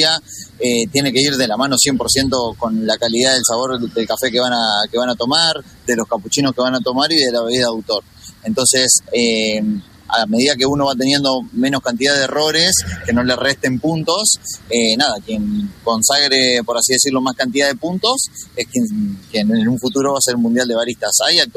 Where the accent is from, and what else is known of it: Argentina